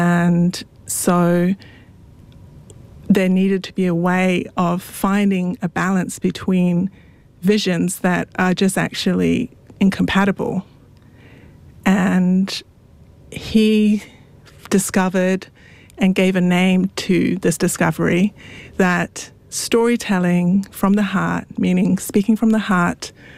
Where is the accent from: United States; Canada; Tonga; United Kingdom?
Tonga; born there; moved away; I was born in Tonga